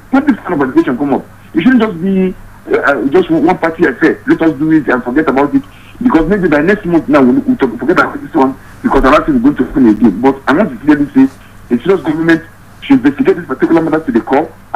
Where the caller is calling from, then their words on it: Nigeria; as a Nigerian that I am, as a pathetic one at that matter.